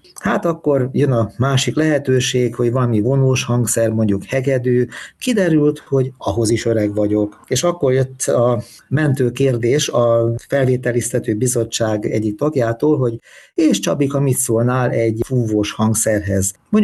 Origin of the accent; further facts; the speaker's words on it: Bagamér, Hajdú-Bihar, Hungary; born there; now in Debrecen, Hungary; Lelkész szülők gyermeke vagyok, és a templom szomszédságában nőttem föl, illetve a templomban nőttem föl